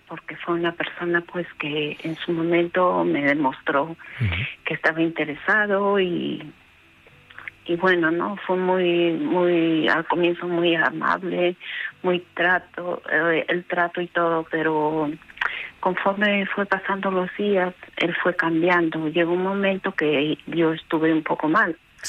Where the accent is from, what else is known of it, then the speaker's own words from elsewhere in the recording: Peru; now in Spain; yo soy peruana, llevo varios años aquí